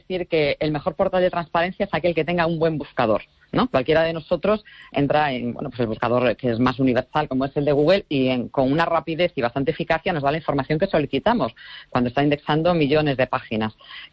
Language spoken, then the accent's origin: Spanish; Galicia, Spain; que afortunadamente se celebra en Galicia y que yo, como gallega, aunque ahora esté al frente de una responsabilidad estatal